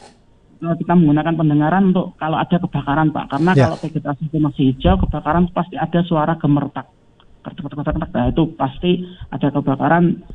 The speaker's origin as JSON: {"language": "Indonesian", "town": "Palangka Raya", "region": "Central Kalimantan", "country": "Indonesia", "said": "kita sebagai warga Palangkaraya"}